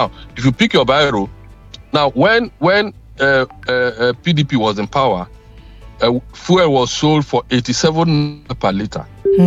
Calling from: Lagos, Nigeria; I'm calling from Ikoyi.

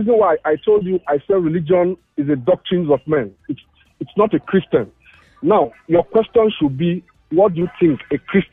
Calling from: Ikeja, Lagos, Nigeria; I'm calling from Ikeja.

